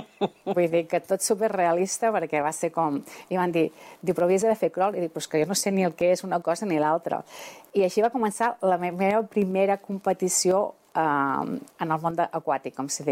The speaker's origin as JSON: {"language": "Catalan", "town": "Sant Vicenç", "region": "Catalonia", "country": "Spain", "tie": "born or raised there", "also_born_or_lived": "Manresa", "said": "Sí, vaig néixer a Sant Vicenç. Vull dir, vaig anar a l'escola a Sant Vicenç, perquè llavors era EGB, i fins que vaig acabar l'EGB."}